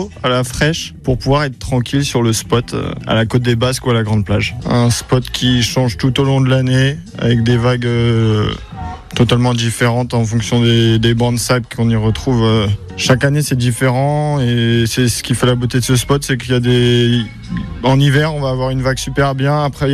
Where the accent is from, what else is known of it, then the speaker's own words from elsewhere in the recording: Biarritz, Nouvelle-Aquitaine, France; je viens de Biarritz